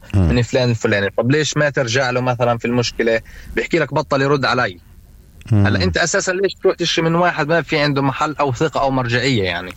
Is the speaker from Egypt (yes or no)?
no; West Bank, Palestine; عندنا في الضفة